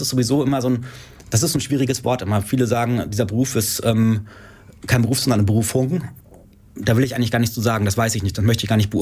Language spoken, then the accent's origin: German; Nordhorn, Lower Saxony, Germany; born there; Meine Eltern kommen beide aus Hessen. Ich bin aber hier in Nordhorn geboren. Die sind kurz zuvor hierher gezogen, Mitte der 80er.